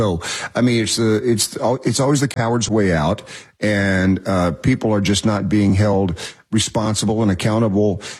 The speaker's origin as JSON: {"language": "English", "town": "Knoxville", "region": "Tennessee", "country": "United States", "tie": "born or raised there", "said": "I mean, I grew up in Knoxville, Tennessee. So, I mean, everybody was your parent."}